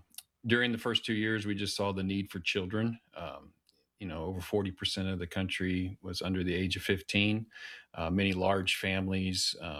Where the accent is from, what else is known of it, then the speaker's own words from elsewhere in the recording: Missouri, United States; Well, I grew up outside of St. Louis in a very mission-minded church